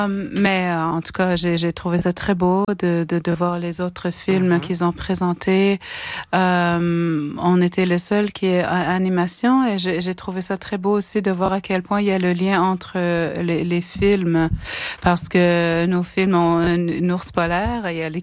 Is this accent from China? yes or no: no; the Far North, Canada; moved away; moi, je viens du Grand Nord où on n'a pas beaucoup d'options, on n'a pas beaucoup de ressources.